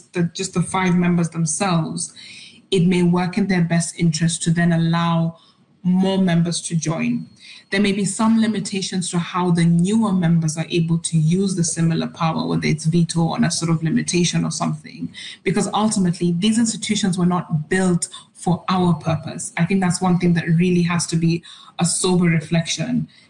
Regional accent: Kenya; I feel that, and not just because I'm a Kenyan

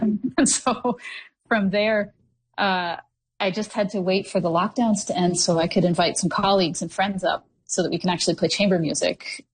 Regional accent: Listowel, Ontario, Canada; also born or lived in Bruce Peninsula; So I grew up in Listowel, but I spent my summers and sometimes weekends in the winters up on the Bruce. I had a family cottage up there all my life

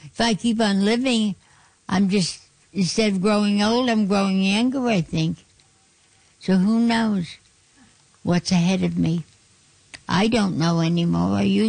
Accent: Lake Pleasant, Nova Scotia, Canada; also born or lived in Springfield, Nova Scotia; I was born in Springfield, Nova Scotia, but lived in a little country home in Lake Pleasant, right off Springfield. And since then, I've been moving around here, there, and everywhere, but I'm a happy person.

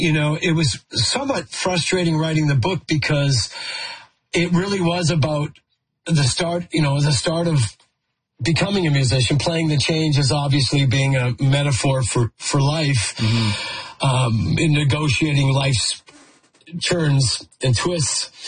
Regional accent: Saskatchewan, Canada

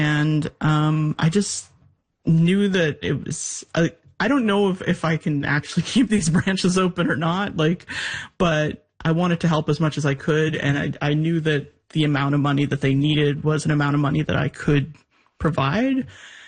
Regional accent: Bedford, Nova Scotia, Canada; I mean, I grew up in Bedford, Nova Scotia, and I was at that Bedford library all the time

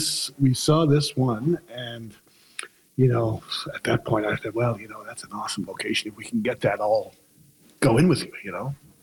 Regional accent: Halifax, Nova Scotia, Canada; now in St. John's, Canada; I'm originally from Halifax. My wife, Nancy, was born and raised in St. John's. We lived away for a long time and moved back to St. John's in 2013.

